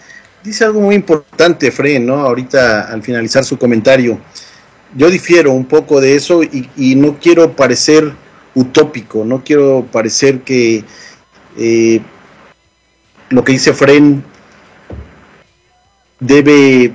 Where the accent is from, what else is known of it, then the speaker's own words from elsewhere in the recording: Mexico; voy a hablar como mexicano